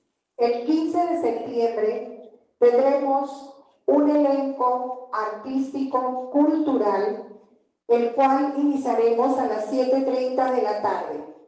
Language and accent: Spanish; Mexico